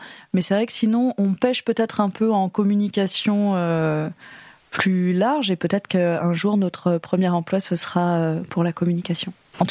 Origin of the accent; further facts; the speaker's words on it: Glanges, Nouvelle-Aquitaine, France; Donc moi je suis de Glange, donc de la communauté de communes Briens-Sud-Haute-Vienne